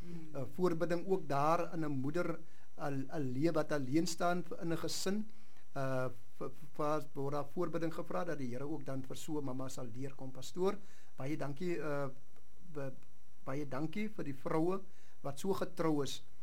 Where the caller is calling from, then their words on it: Wellington, Western Cape, South Africa; Ek is ook ingeskakel uit die Boland in Wellington uit.